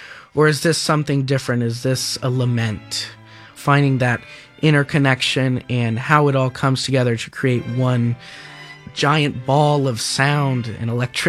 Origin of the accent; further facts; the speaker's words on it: Lake Worth, Florida, United States; from Lake Worth, Florida, and today I'll be performing the last movement of the Brahms F minor Sonata